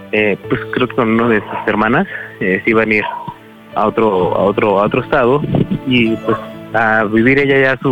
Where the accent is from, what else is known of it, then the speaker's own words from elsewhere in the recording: Mexico City, Mexico; now in Misantla, Mexico; soy nativo de la Ciudad de México, pero ando viviendo por acá.